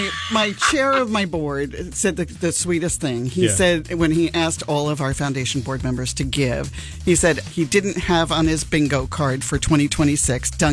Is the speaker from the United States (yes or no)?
yes; New York, United States; I'm a New Yorker.